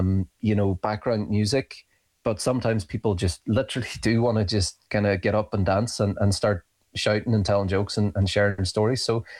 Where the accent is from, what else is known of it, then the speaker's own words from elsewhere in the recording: Derry, Northern Ireland, United Kingdom; now in Belfast, United Kingdom; So I'm a blow-in to Belfast. I'm from Derry.